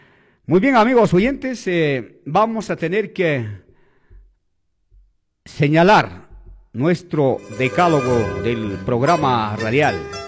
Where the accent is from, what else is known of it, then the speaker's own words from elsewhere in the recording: Chumbivilcas, Cusco, Peru; que gestionara para mi provincia de Chumbivilcas.